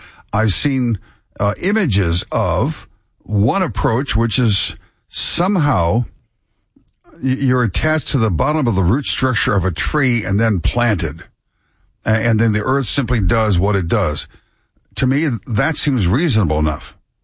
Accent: Scotland, United Kingdom; although I'm Scottish

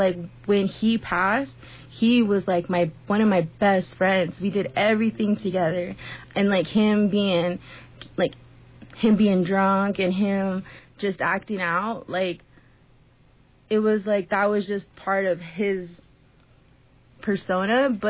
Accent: San Carlos, California, United States; when we were growing up in San Carlos, me and Jared were super, super tight.

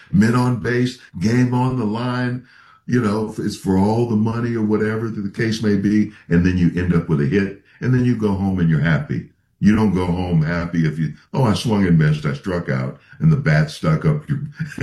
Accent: Minnesota, United States; The Vikings, my hometown, drafted me.

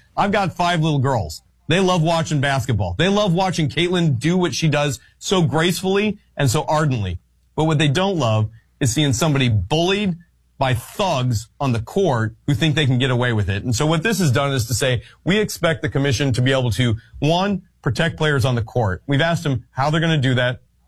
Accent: Iowa, United States; we were able to pass three times the Save America Act in my home state of Iowa.

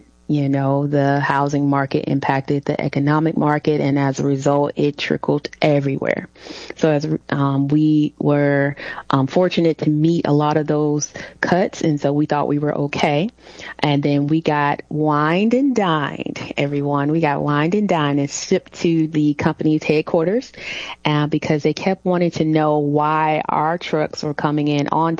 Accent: Alabama, United States; So I am from Alabama, the tri-area, so where Alabama, Mississippi, and Tennessee meets.

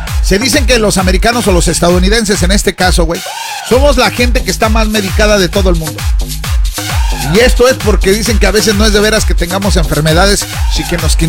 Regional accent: Mexico; now in United States; la gente que somos mexicana

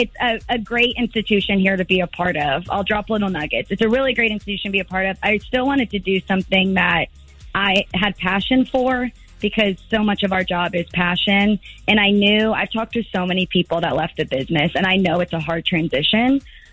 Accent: Texas, United States; now in St. Louis, United States; I'm from Texas.

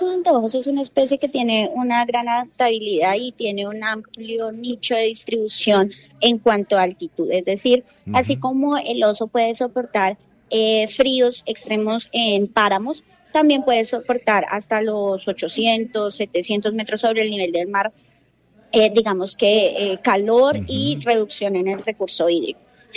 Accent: Huila, Colombia; nos debe hacer sentir muy orgullosos como huilenses y como colombianos

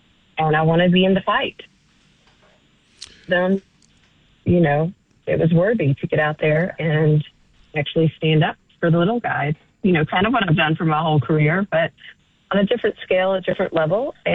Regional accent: Memphis, Tennessee, United States; also born or lived in Knoxville / Nashville; I was born and raised here in Memphis.

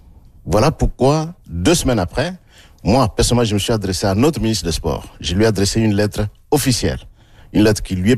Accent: DR Congo; Alors, la Colombie, vous savez, moi, je suis Congolais. Hein. Quand je suis Congolais, moi, je crois en mes propres capacités.

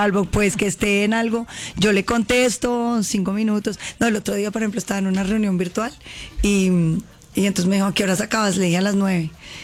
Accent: Popayán, Cauca, Colombia; now in Bogotá, Colombia; Yo soy de Popayán

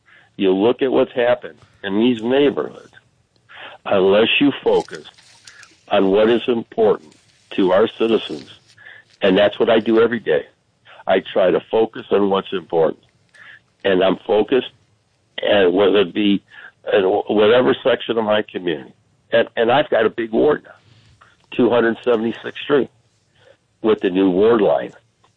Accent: Cleveland, Ohio, United States; also born or lived in Glenville, Cleveland; I was born in the Glenville neighborhood, raised in Collinwood.

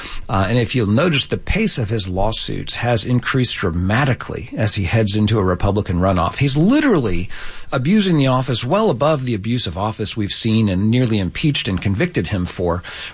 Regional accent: Dallas, Texas, United States; from Dallas, Texas, where I've been a practicing lawyer.

